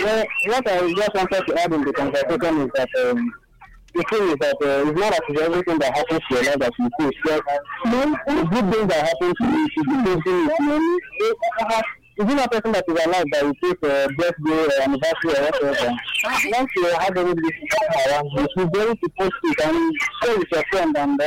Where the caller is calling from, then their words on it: Cross River, Nigeria; Okay, I'm calling from Cross River.